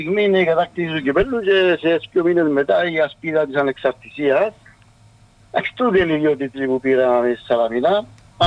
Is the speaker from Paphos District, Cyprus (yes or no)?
no; Dali, Nicosia District, Cyprus; Εγώ είμαι από το Δάλι.